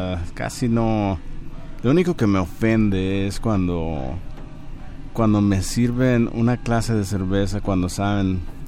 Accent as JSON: {"language": "Spanish", "region": "Coahuila", "country": "Mexico", "tie": "born or raised there", "said": "yo de niño acá en el Ejido Morelos, acordándole a todos otra vez, yo crecí en Ejido Morelos y pues ahí vivíamos muy cerca del río y río Sabinas, que es el mismo río de aquí de acá"}